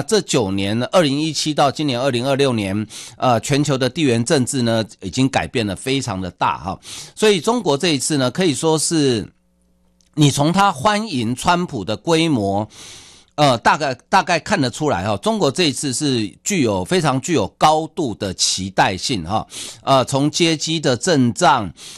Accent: Taiwan

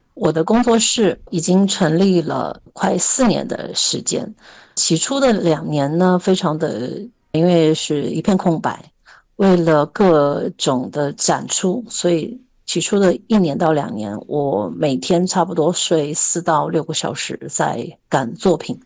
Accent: Wuhan, Hubei, China; now in Taichung, Taiwan; 第一故乡是湖北省武汉市，是我的出生地，大概在大陆有漂了很多，也算是东奔西跑了几年吧。在大概30岁左右来到了我们台中新社区

